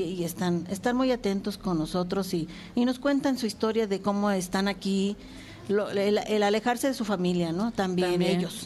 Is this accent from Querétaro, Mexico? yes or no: yes; Ezequiel Montes, Querétaro, Mexico; yo soy del municipio de Ezequiel Montes